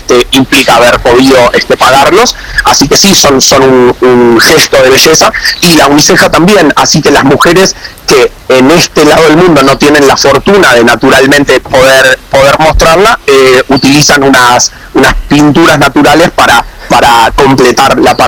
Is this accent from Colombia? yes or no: no; Uruguay; soy uruguayo.